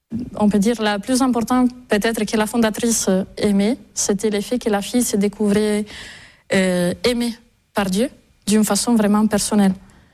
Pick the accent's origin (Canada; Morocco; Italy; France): Italy; Sardinia; born there; French is a second language; moved away as an adult; Je suis née en Sardaigne, mais à 18 ans, c'est le moment de choisir. Donc je suis partie à Rome pour faire mes études à l'université de Rome.